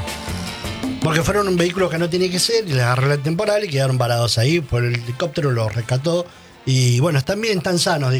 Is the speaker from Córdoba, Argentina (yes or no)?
no; Media Agua, San Juan, Argentina; Yo de Mediagua.